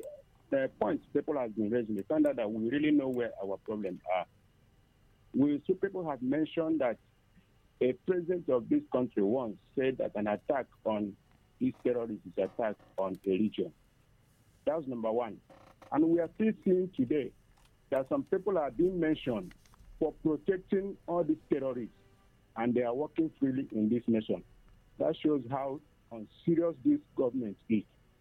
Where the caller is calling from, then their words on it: Enugu, Enugu State, Nigeria; I'm calling from Enugu.